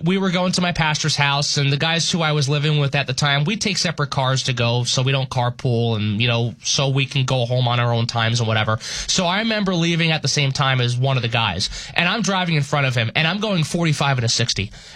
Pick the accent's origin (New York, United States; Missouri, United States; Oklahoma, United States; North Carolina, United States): New York, United States; Long Island; born or raised there; now in North Dakota, United States